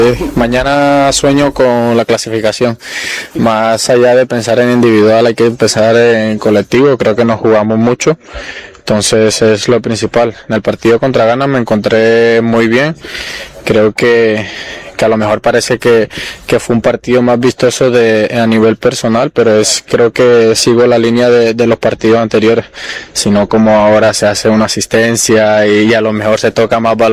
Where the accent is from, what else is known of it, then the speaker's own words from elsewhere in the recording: Colombia; yo creo que sabemos cómo no somos nosotros los colombianos en ese sentido